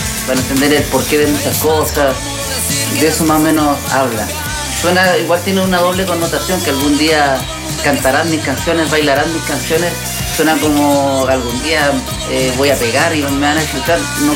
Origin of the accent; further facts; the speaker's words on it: Concepción, Biobío, Chile; moved away as an adult; now in Santiago, Chile; soy de Concepción